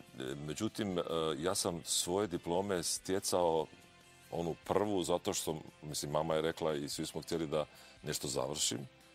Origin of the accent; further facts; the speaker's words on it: Slavonia, Croatia; also born or lived in Imotski; Ja sam list iz Slavonije.